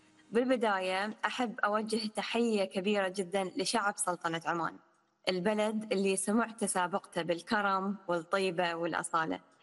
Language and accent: Arabic; Iraq; نشأتي بلدي العراق، البلد الغني بتنوع الحضاري والجغرافي، الثقافي، البيئي